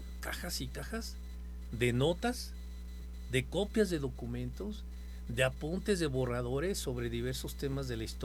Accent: State of Mexico, Mexico; also born or lived in Jalisco; now in San Luis Potosí, Mexico; No, yo soy del Estado de México.

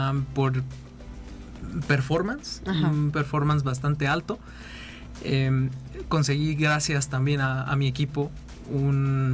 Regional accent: San Luis Potosí, Mexico; moved away; saben que soy de San Luis, saben que estudié aquí

